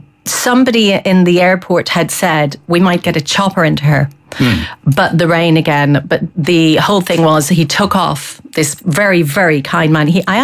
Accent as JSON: {"language": "English", "town": "Galway", "region": "Connacht", "country": "Ireland", "said": "I come from Galway, you know how it rains in the West, right?"}